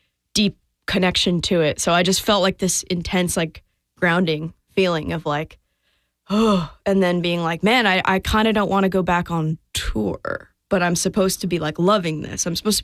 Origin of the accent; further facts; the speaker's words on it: Colorado, United States; now in Nashville, United States; since I was a young kid growing up in Colorado